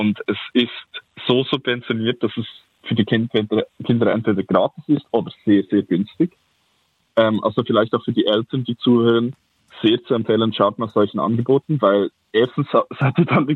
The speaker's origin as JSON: {"language": "German", "region": "Lucerne", "country": "Switzerland"}